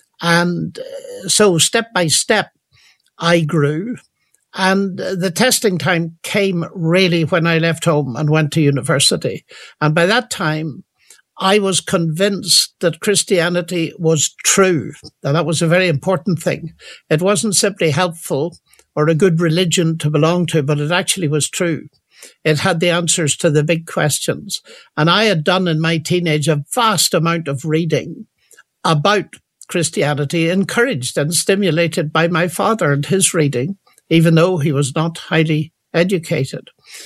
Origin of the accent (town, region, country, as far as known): Northern Ireland, United Kingdom; born or raised there; moved away